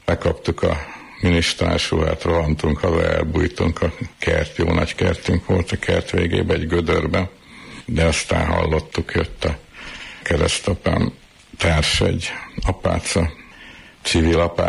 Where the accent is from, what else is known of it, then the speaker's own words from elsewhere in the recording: Budapest, Hungary; Rákoshegyen nőttünk föl